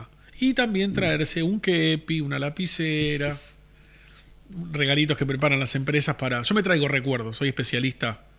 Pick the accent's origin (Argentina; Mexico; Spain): Argentina; moved away; cuando era chico en Argentina